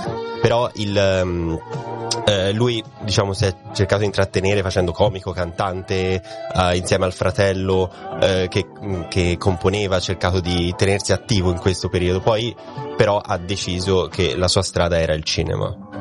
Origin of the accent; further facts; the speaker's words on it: Florence, Tuscany, Italy; born there; also born or lived in Prato; Sono nato a Firenze come Nuti.